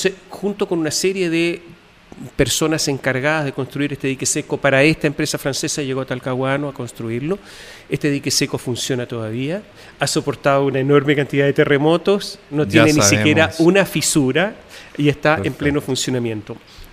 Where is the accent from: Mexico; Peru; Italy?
Italy; also born or lived in United States; Yo soy italiana, yo nací en Estados Unidos por casualidad y tenía naturalmente que nacionalidad italiana